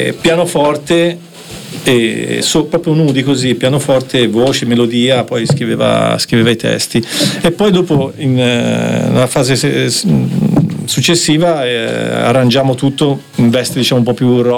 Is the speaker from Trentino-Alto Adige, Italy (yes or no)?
no; Pisa, Tuscany, Italy; sono pisano.